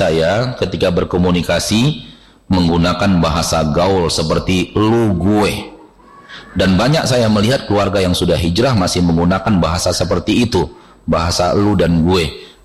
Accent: Pekanbaru, Riau, Indonesia; Saya orang Pekanbaru, sehingga penilaian saya terhadap kalimat lu dan gue, penilaian orang Pekanbaru. Sementara saya sekarang berada di Blok M, Jakarta.

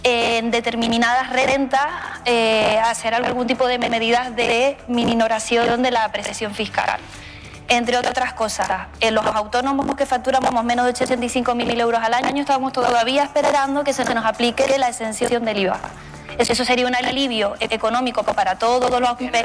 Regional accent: Tenerife, Canary Islands, Spain; nosotros que somos de Tenerife

